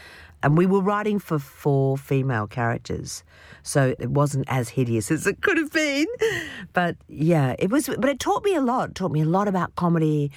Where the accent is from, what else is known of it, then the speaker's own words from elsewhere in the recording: Australia; especially when it came to Australians. They saw us as the Irish of the Pacific, a kind of recessive gene.